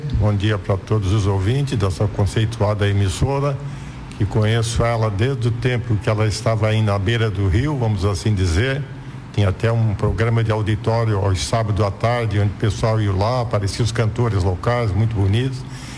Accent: Gravatal, Santa Catarina, Brazil; born there; Eu poderia dizer, nasci em Tubarão, porque eu digo, não, mas eu nasci em Gravatal, que é onde eu era o local hoje, até é Gravatal. Mas eu vim para cá com 13 anos aí, quer dizer.

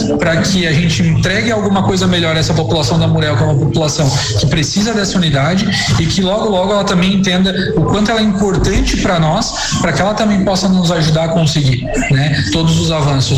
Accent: Armazém, Santa Catarina, Brazil; also born or lived in Tubarão / Florianópolis; Então, eu sou de Armazém, né?

